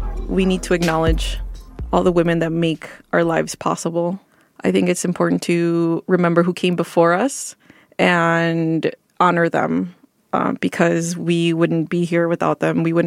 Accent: Cicero, Illinois, United States; I grew up in Cicero, which is on the border of Chicago, on the border of Lawndale and Cicero, Cicero and Cermak specifically. And it was a pretty rough neighborhood back then.

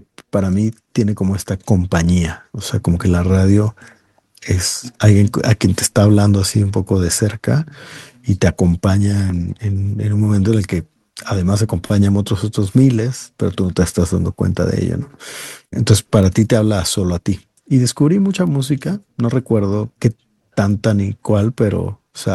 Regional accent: Guadalajara, Jalisco, Mexico; una radio universitaria en Guadalajara, que es de la ciudad de donde yo soy

